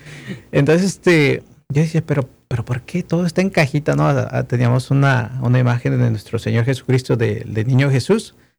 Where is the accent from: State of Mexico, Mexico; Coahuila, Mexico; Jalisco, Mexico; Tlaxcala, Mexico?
Tlaxcala, Mexico; moved away; also born or lived in Mexico City; también ahí nací en Ciudad de México. Una vez que mi hermana se estabilizó, regresamos a Tlaxcala, a la ciudad nativa de mis padres, y pues ahí crecí con ellos.